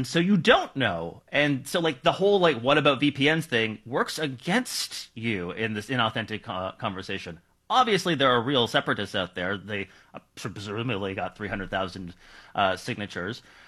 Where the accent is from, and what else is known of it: Canada